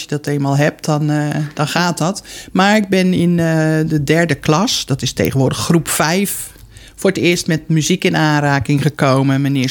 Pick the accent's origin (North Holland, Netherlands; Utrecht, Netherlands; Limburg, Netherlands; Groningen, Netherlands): Utrecht, Netherlands; Oudewater; Geboren in de Kloosterstraat.